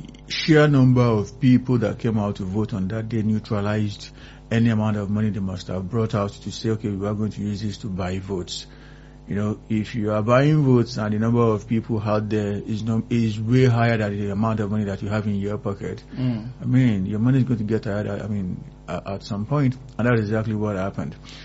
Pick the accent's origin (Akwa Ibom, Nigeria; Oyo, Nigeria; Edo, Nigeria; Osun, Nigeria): Osun, Nigeria; Because I am from Osun State, and my people actually did excellently well.